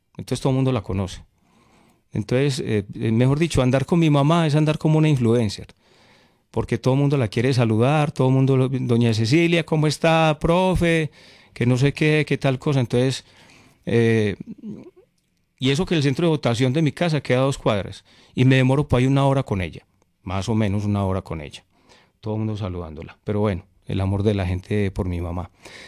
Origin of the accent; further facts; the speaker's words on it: Concordia, Antioquia, Colombia; yo voto donde nací, yo voto de donde soy, de mi pueblo, de Concordia. Orgulloso de ser concordiano, yo soy ya de ese pueblo, de Concordia, Antioquia.